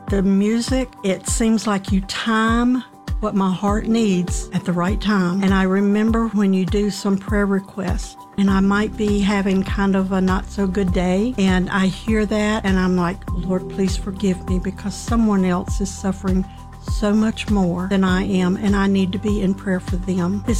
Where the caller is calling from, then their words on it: Monroe, North Carolina, United States; I am from Monroe, North Carolina.